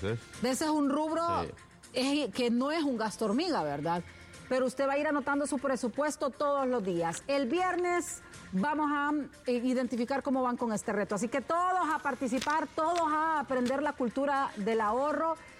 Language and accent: Spanish; Honduras